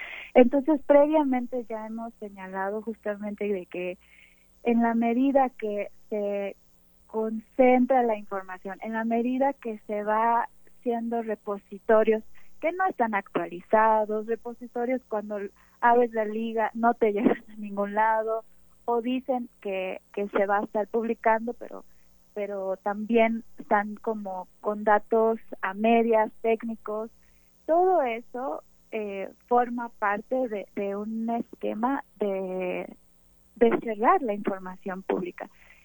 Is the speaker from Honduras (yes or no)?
no; Mexico